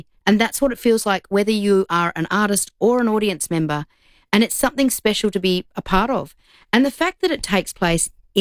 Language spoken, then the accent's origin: English; Broken Hill, New South Wales, Australia; I grew up in Broken Hill.